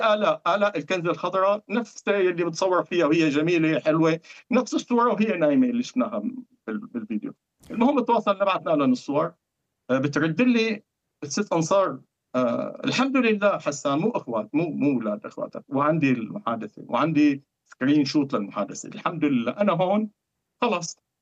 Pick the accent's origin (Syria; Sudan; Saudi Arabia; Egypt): Syria; يعني أنا هيك عن افترض كسوري